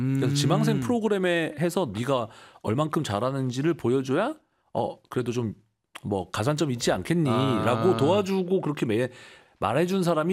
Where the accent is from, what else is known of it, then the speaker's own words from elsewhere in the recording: Yeongju, North Gyeongsang, South Korea; moved away as an adult; 그 경북 영주 저희 고향에